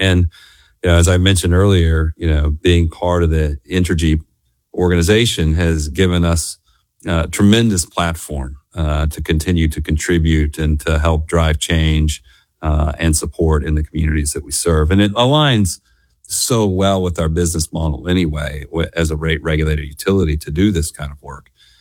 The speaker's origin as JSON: {"language": "English", "region": "Texas", "country": "United States", "tie": "born or raised there", "said": "My mom served on a school board, in the town that I grew up in West Texas."}